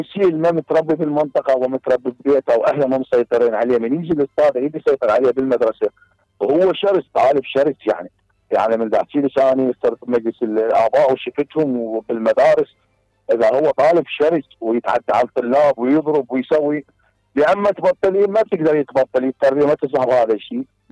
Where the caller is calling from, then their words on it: Baghdad, Baghdad Governorate, Iraq; من بغداد.